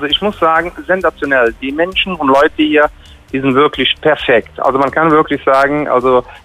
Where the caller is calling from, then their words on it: Bonn, North Rhine-Westphalia, Germany; Als Bonner Junge machst du das.